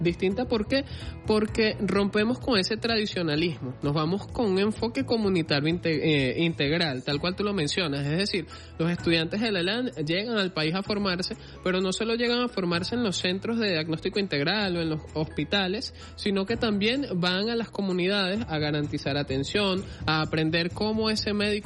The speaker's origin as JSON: {"language": "Spanish", "country": "Venezuela", "said": "para nosotros los venezolanos"}